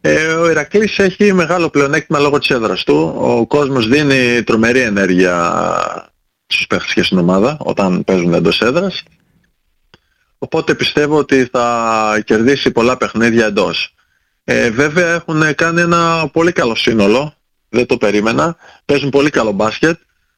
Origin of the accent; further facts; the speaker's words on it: Thessaloniki, Central Macedonia, Greece; moved away as an adult; εγώ είμαι από Θεσσαλονίκη και από οικογένεια